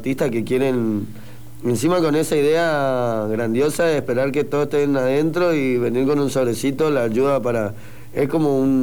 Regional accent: Posadas, Misiones, Argentina; born there; Nacido acá en Posadas.

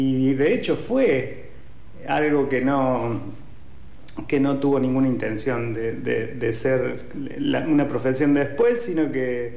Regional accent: Villa María, Córdoba, Argentina; yo nací en Villa María, que es un poco el centro de la provincia de Córdoba.

